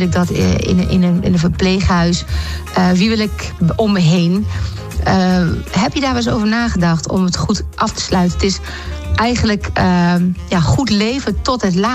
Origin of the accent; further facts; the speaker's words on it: Westerhaar, Overijssel, Netherlands; born there; Ik ben zelf geboren in Westerhaar.